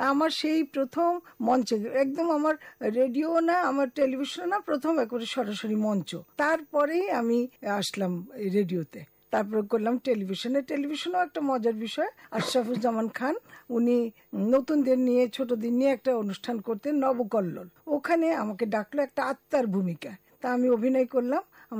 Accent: Chittagong, Chittagong Division, Bangladesh; moved away as an adult; also born or lived in Feni; now in Dhaka, Bangladesh; দেশের বাড়ি আমার ফেনী, কিন্তু আমি জন্ম থেকে বড় হয়েছি চিটং।

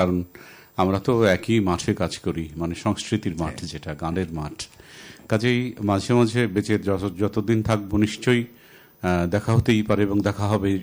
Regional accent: Mymensingh Division, Bangladesh; আমি বৃহত্তর ময়মনসিংহের মানুষ।

